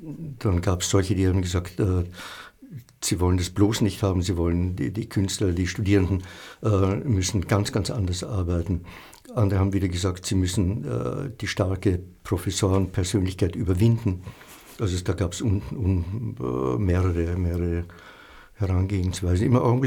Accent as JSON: {"language": "German", "region": "Salzburg", "country": "Austria", "moved": "yes", "lives_now": "Vienna, Austria", "said": "Wie ich nach Wien gekommen bin, aus Salzburg, wollte ich keinen See und keine Natur und keine Berge."}